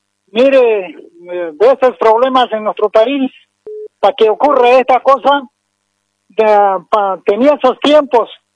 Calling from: Beni, Bolivia; te hablo del departamento de Beni

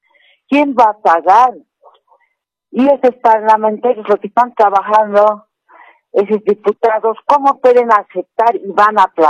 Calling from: Bolivia

